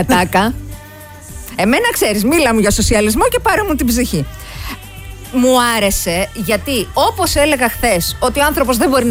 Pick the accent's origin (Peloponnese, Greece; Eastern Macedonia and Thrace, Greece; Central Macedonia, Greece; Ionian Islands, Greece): Peloponnese, Greece; Mani; Και ο Κουγιτέας και εγώ είμαστε από τη Λεβεντογένα.